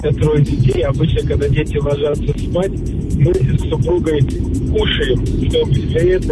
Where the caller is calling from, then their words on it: Volgograd, Volgograd Oblast, Russia; из Дзержинского района